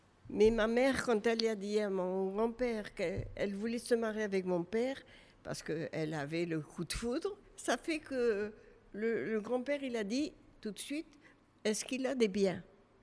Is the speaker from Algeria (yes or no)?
yes; Algeria; born there; Et bon, ben moi, je suis né en Algérie.